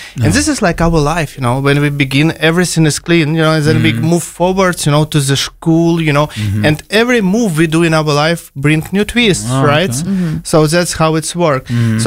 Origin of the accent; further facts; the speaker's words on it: Ukraine; English is a second language; So, yeah, I'm from Ukraine, you know, like, and I was as a kid always loved in the puzzles, you know, like I'm so wonder like how everything work around